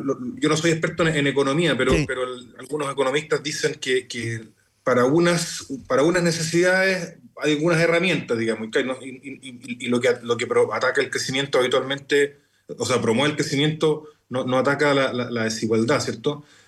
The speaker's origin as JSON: {"language": "Spanish", "country": "Chile", "said": "somos los chilenos y chilenas, quienes vivimos acá"}